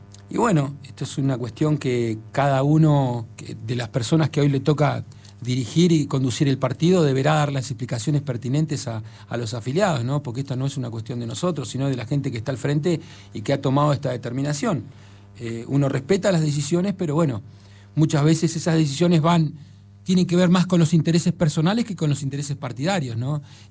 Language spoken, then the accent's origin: Spanish; Zapala, Neuquén, Argentina; born or raised there